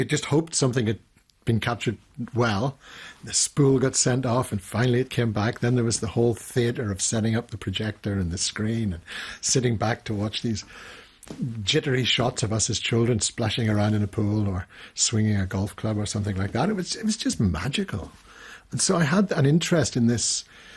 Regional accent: Northern Ireland, United Kingdom; But I'm an Irish Northern Irishman

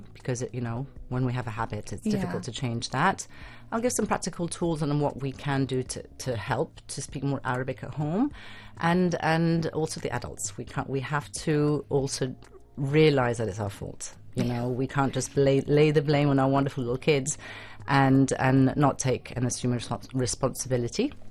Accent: England, United Kingdom; now in Oman; I'm obviously English. However, I don't speak Arabic, unfortunately.

